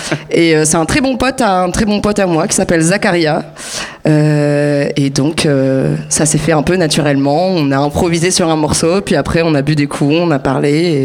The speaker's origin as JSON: {"language": "French", "country": "Morocco", "tie": "born or raised there", "said": "Faut savoir aussi que je suis marocaine, j'ai vécu au Maroc pendant 18 ans, je suis née là-bas aussi."}